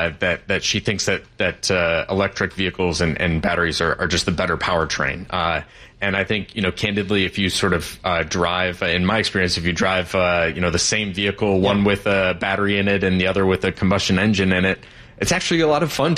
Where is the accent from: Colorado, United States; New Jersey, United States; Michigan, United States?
Michigan, United States; born or raised there